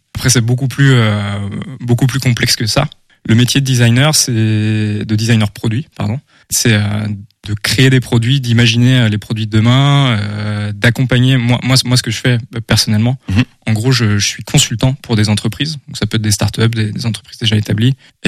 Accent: Nantes, Pays de la Loire, France; moved away as an adult; also born or lived in Copenhagen; now in Angers, France; Je viens de Nantes à la base, c'est là où j'ai étudié

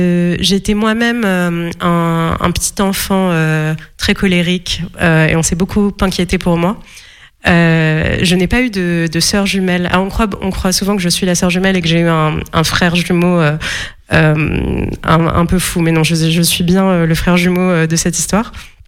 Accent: Morocco; moved away as an adult; now in France; Moi, j'ai grandi au Maroc, donc j'ai aussi raconté le monde qui était le mien jusqu'à mes 18 ans quand je me suis installée en France.

